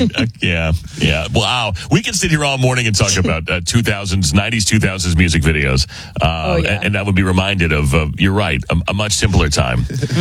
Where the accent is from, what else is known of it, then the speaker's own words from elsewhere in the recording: Arizona, United States; Well, I mean, it's my home state, so I recognize the red rocks.